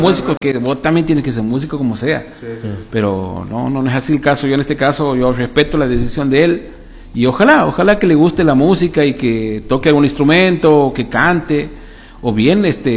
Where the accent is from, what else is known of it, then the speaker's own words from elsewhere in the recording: La Banda, Santiago del Estero, Argentina; Yo soy de ahí, bien. Era de la banda.